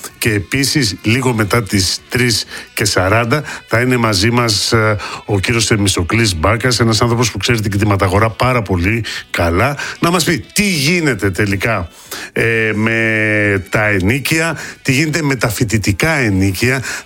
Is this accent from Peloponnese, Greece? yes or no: no; Central Macedonia, Greece; από την Εμέα, από την πατρίδα μου.